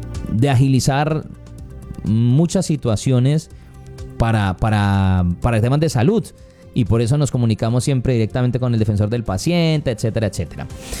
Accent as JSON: {"language": "Spanish", "country": "Colombia"}